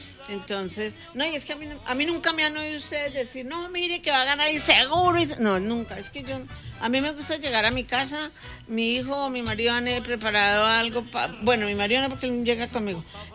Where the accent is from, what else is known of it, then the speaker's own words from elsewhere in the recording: Colombia; now in Spain; Nosotros vivimos acá, yo soy colombiana a morir y me moriré colombiana